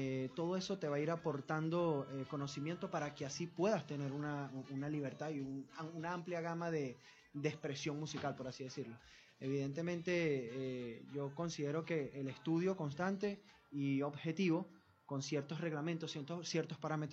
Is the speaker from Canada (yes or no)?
no; Portuguesa, Venezuela; mi pueblo, de Acarihuaraure